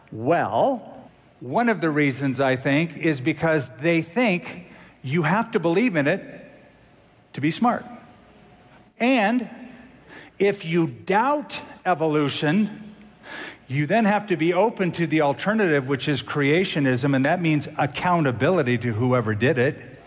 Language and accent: English; California, United States; born or raised there